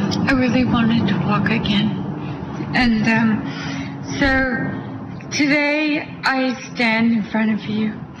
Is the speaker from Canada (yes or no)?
yes; Quebec, Canada; moved away; I'm from Canada. That's where my accent's from. I'm from Quebec.